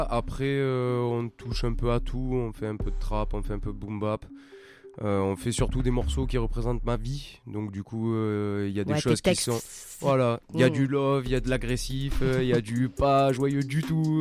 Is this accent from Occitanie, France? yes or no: yes; Toulouse, Occitanie, France; moved away; Si, je suis de Toulouse.